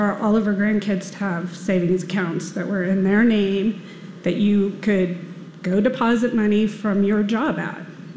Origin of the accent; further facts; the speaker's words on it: Wheat Ridge, Colorado, United States; now in Denver, United States; I grew up in Wheat Ridge, Colorado. I live in Denver.